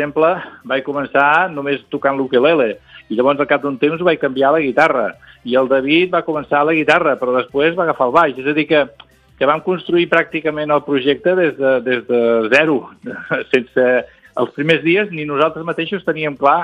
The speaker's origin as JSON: {"language": "Catalan", "town": "Valls", "region": "Catalonia", "country": "Spain", "said": "nosaltres tots quatre som de Valls, a l'Alt Camp"}